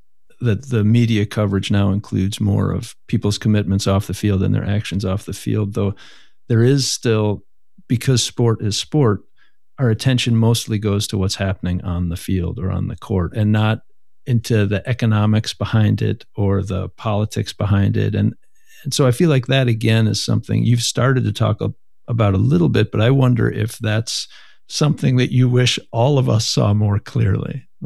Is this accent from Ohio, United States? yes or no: no; Chicago, Illinois, United States; growing up in Chicago